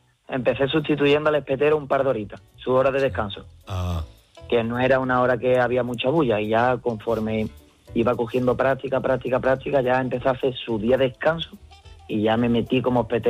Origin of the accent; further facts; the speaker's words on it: Málaga, Andalusia, Spain; Hijo de Málaga por ahora, por el momento.